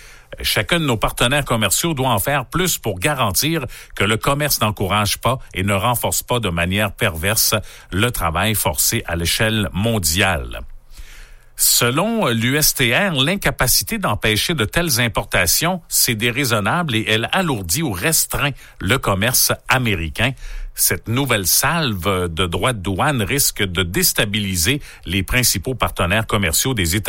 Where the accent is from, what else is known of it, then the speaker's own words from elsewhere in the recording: Canada; dont, évidemment, chez nous, au Canada.